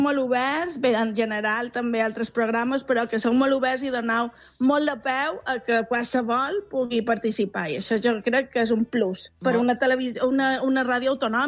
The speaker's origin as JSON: {"language": "Catalan", "town": "Magaluf", "region": "Balearic Islands", "country": "Spain", "said": "jo som la banderada de Magaluf sempre per tot. I és que a Magaluf tenim de tot"}